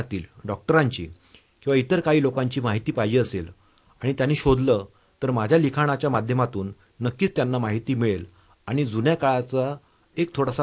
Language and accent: Marathi; Naradwe, Maharashtra, India; माझे बालपण मालवणी मुलखातील कणकवली तालुक्यातील नरडवे या निसर्गरम्य गावामध्ये गेले.